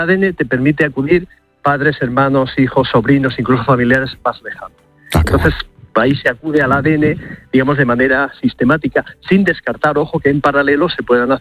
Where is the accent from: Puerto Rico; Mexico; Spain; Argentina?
Spain; Andalusia; Claro, en este caso concreto de Almería, que por cierto es mi tierra y no muy lejos de por allí